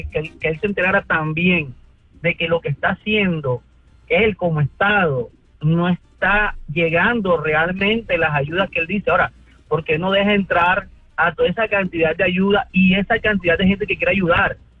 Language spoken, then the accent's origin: Spanish; Colombia; Nosotros como colombianos somos muy unidos.